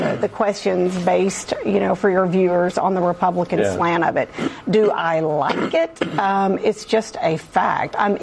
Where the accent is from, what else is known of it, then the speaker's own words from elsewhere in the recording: Arkansas, United States; I grew up in Arkansas, a couple of hours away from Memphis. I would go to Memphis all the time. I love the area.